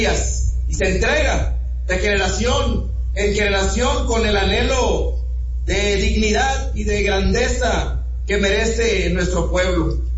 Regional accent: Mexico; Somos mexicanas y mexicanos

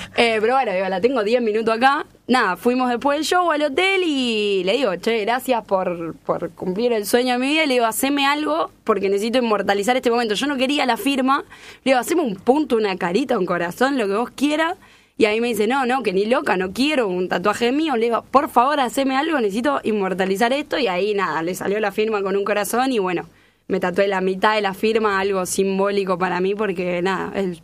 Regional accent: San Genaro, Santa Fe, Argentina; en el pueblo, en San Genaro, con mi vieja cocinando una torta para el ensayo, mi viejo trayendo el mate

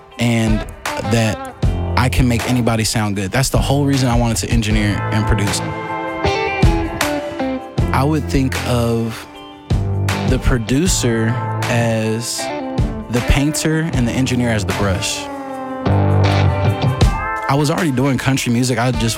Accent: the South, United States; I am from the South.

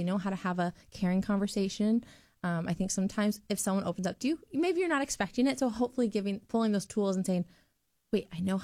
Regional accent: West Des Moines, Iowa, United States; moved away as an adult; also born or lived in Cedar Falls / Atlanta, Georgia; I was born and raised in West Des Moines.

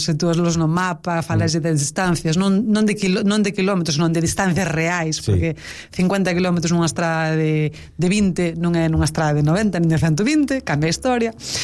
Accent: Galicia, Spain; ti, claro, como xa sabes que son un galego, se falas en galego.

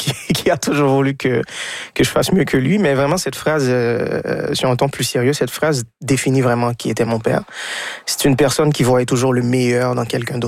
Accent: Haiti; moved away as an adult; now in Quebec, Canada; je suis né et élevé en Haïti, donc j'ai laissé autour de 19 ans. Ma mère habitait déjà le Québec.

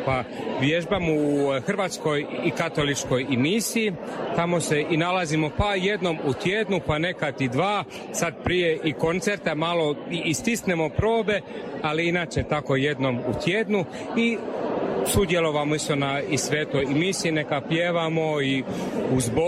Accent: Munich, Bavaria, Germany; born there; Croatian is a second language; rođen sam gore u Njemačkoj, u Minhen

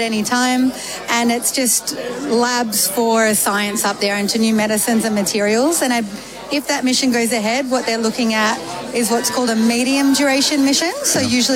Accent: Australia; I'm an Aussie astronaut

